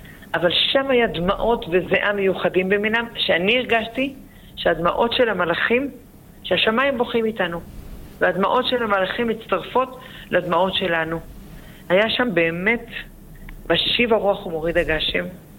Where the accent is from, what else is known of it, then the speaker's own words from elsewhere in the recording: Jerusalem, Jerusalem District, Israel; אני גדלתי במאה שערים. לא עשיתי שום דבר להיוולד שם. פשוט נולדתי לתוך זה.